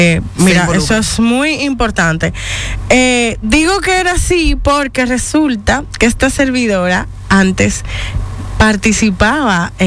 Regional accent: Dominican Republic; now in Madrid, Spain; Yo como dominicana lo hago

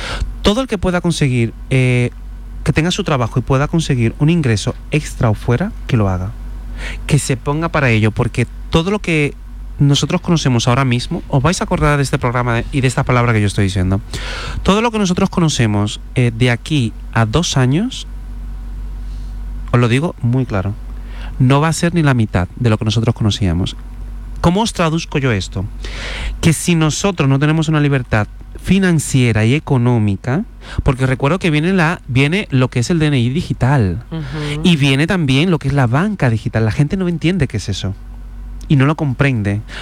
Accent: Dominican Republic; los dominicanos, que en pleno verano nos gusta hacer sopa y sancocho

